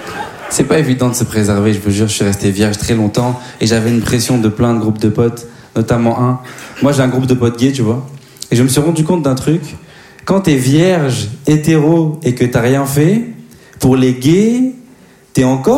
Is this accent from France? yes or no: no; DR Congo; Hey, moi, je suis congolais, hein. On aime les femmes, mais on préfère les vêtements.